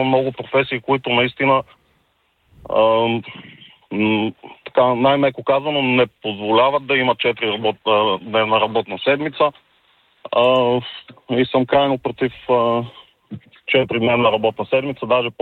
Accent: Sofia, Sofia City, Bulgaria; Здравейте … съм от София.

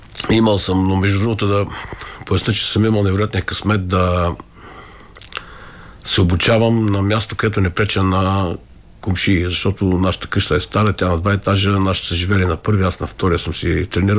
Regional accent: Gotse Delchev, Blagoevgrad Province, Bulgaria; born there; Град Гоце Делчев. Област Благоевград.

